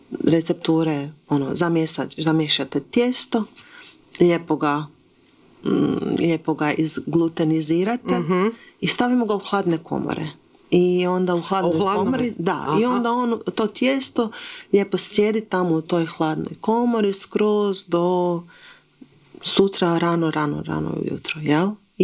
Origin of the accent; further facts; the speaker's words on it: Croatia; kod nas u Hrvatskoj